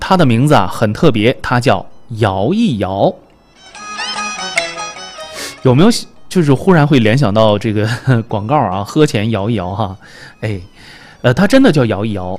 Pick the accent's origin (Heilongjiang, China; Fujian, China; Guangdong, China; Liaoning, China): Liaoning, China; accent: Northeastern dialect; 咱们东北话就挺嘎咕啊